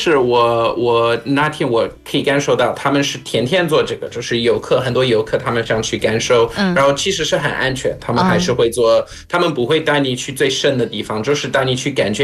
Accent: South Africa; 但是我们在南非最大的行业之一就是挖矿，就是黄金还有钻石什么的。所以我们小时候也有，我记得我们学校安排了带我们几个学生去看

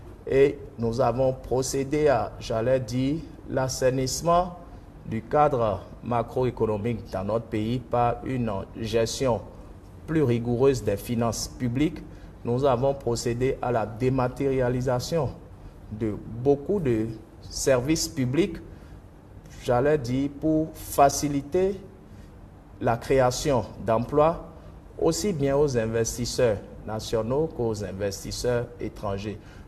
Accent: Benin; chez nous au Bénin

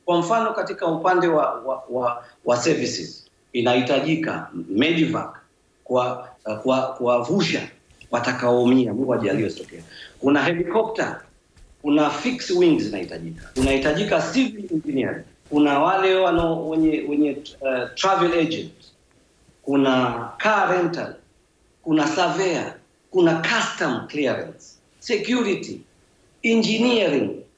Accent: Tanzania

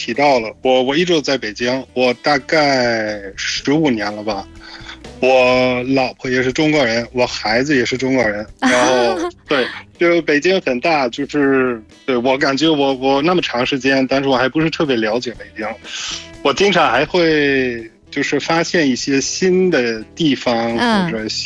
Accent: Bremen, Germany; Chinese is a second language; moved away as an adult; now in Beijing, China; 我来自德国不来梅。 Moin moin … ich komme aus Deutschland

